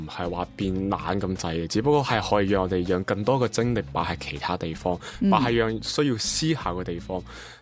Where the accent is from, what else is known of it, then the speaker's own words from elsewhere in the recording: Macau; 各位，我系嚟自中国澳门嘅